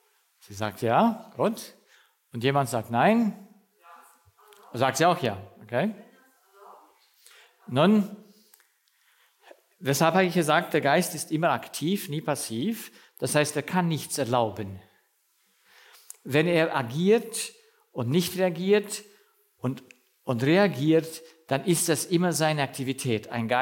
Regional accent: Romania; moved away; Und ich bin ja auch im Kommunismus aufgewachsen, in Rumänien.

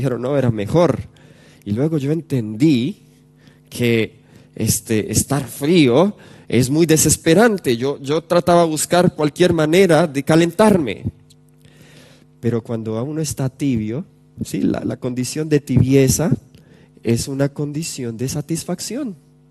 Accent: Colombia; yo soy de Colombia

